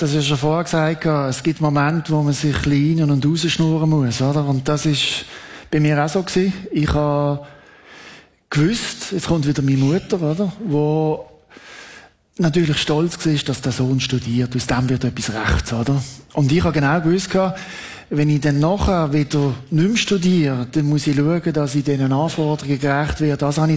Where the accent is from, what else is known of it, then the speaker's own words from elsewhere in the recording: Switzerland; Und als Schweizer habe ich gefunden, ich bin mir das nicht gewohnt gewesen.